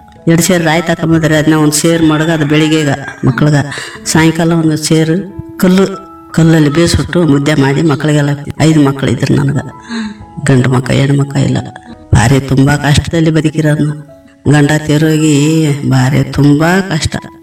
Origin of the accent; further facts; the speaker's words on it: Karnataka, India; ನಮ್ಮದು ಇದೇ ದೇವನಾಡಿ ಅಂತ. ಇಲ್ಲೇ ನಾವು ಹುಟ್ಟಿ ಬೆಳೆದಾಗೆಲ್ಲ ಇದೇ ಊರು. ನಮ್ಮ ತಾಯಿ ಊರು, ನಮ್ಮ ತಂದೆ ಊರು ಮಚ್ಚೂರು. ನಾವು ಇಲ್ಲಿ ಮದುವೆ ಆಗಿರೋದು ಗಂಡನ ಮನೆ ಅಂತಾರೆ. ಇದೇ ಊರು ನಮ್ಮದು.